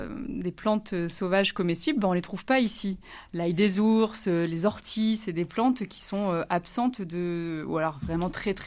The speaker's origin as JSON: {"language": "French", "town": "Grenoble", "region": "Auvergne-Rhône-Alpes", "country": "France", "said": "moi je ne suis pas originaire d'ici, je suis grenobloise"}